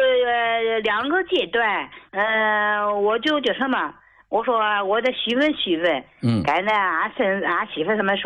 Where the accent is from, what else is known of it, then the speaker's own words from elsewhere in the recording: Dalian, Liaoning, China; accent: Dalian; 我是大连的朋友。